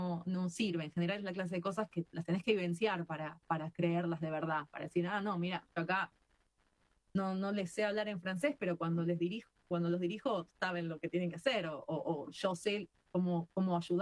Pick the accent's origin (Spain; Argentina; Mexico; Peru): Argentina; moved away as an adult; toda la formación que yo tenía en Argentina era válida